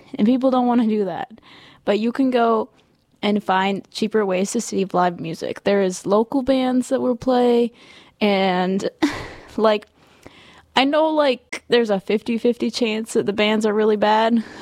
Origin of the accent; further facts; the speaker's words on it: Bellingham, Washington, United States; because I'm from Bellingham and Western Washington is right there.